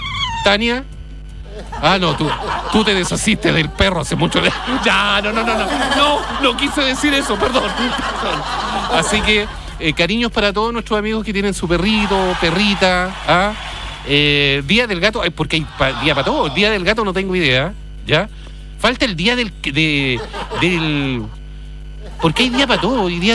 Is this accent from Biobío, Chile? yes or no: yes; Lota, Biobío, Chile; 12:30 de la noche buscando veterinario en Concepción. Saca la cuenta, yo soy de Lota.